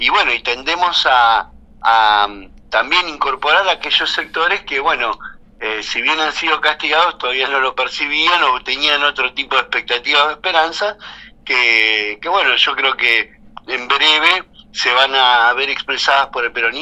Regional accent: Argentina; estamos sufriendo hoy los argentinos

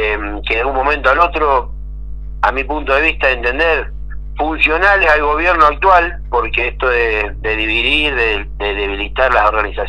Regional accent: Argentina; lo estamos viviendo todos los argentinos de Argentina.

